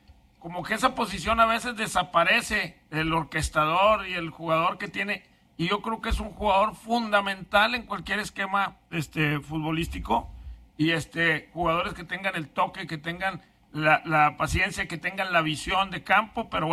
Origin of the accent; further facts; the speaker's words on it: Mexico; nosotros como mexicanos